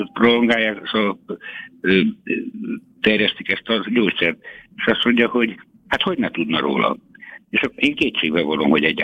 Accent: Szabolcs-Szatmár-Bereg, Hungary; hogy Magyarországon, hát Szabolcsi vagyok, Magyarországon NB3-ban

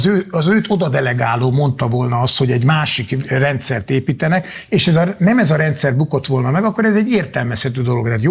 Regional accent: Hungary; én, mint magyar választópolgár, mint magyar ember

